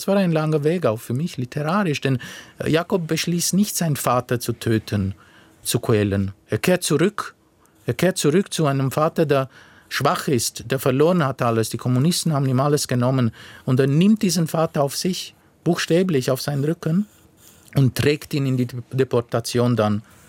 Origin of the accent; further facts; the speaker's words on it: Timișoara, Timiș County, Romania; es gibt diese ehemals deutschen Dörfer in Rumänien, gegründet im 17. oder im 18. Jahrhundert, rund um meine Heimatstadt Timișoara, eine Geschichte der Migration Richtung Osten.